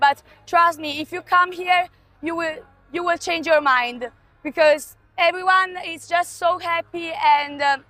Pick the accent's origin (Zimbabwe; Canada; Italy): Italy; English is a second language; I come from Italy.